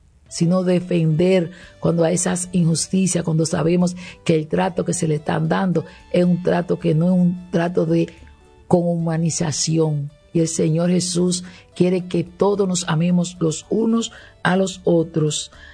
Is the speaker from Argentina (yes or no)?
no; Dominican Republic